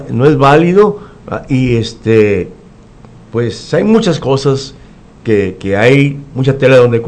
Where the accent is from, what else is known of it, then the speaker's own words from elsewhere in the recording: Mexico; Somos mexicanos, aceptamos lo que tenemos